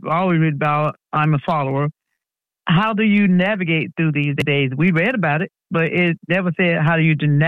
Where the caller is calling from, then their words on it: Texas, United States; I'm from Texas.